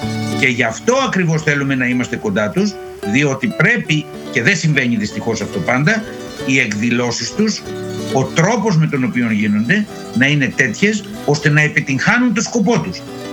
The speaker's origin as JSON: {"language": "Greek", "area": "Samos", "region": "North Aegean", "country": "Greece", "tie": "born or raised there", "moved": "as an adult", "said": "ο τόπος καταγωγής μου, η Σάμος. Γεννήθηκα και μεγάλωσα εκεί μέχρι 18 χρονών που πήγα να σπουδάσω. Διατηρώ σχέσεις, πηγαίνω. Δεν ζω εκεί. Και ούτε διαφαίνεται ότι θα ζήσω. Αλλά είναι η πατρίδα μου."}